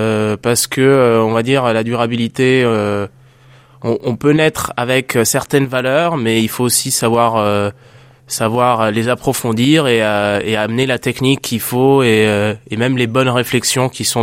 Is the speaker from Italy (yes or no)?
yes; Italy; vu que je suis italien, on mange souvent ça à l'apéro